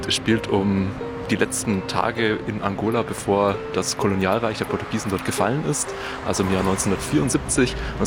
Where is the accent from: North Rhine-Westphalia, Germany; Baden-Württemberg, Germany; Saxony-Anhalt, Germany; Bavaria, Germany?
Bavaria, Germany; Munich; ich komme aus München und fahre immer total gerne nach Dachau in den Schlossgarten